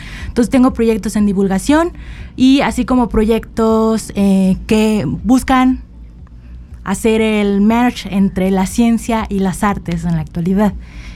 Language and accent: Spanish; San Luis Potosí, Mexico; Igual que mi predecesora, también soy de aquí de San Luis.